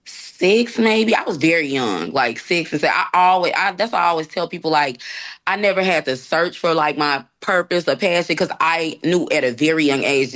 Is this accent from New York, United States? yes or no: no; Chicago, Illinois, United States; I am from Chicago